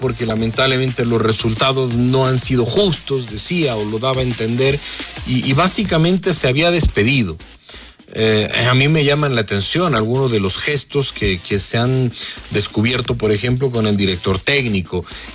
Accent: Ecuador; Es esa la explicación que hemos podido humildemente dar como ecuatorianos a lo que sucedió el pasado jueves.

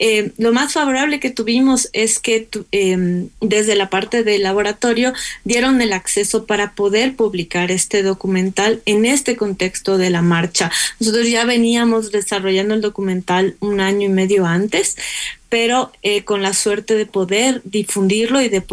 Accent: Ecuador; nosotros como ecuatorianos

